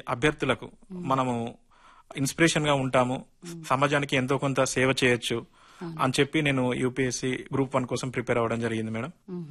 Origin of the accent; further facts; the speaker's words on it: Dharmaram, Telangana, India; మాది ధర్మారం గ్రామం, భీమదేవరపల్లి మండలం, ప్రస్తుతం హన్మకొండ జిల్లాలో ఉంది మేడం.